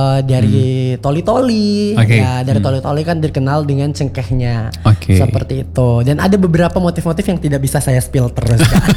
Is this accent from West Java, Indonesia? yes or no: no; Central Sulawesi, Indonesia; Tapi ini memang dari daerah asal saya. Ya, dari daerah asal saya adalah asli anak suku Kaili Daa.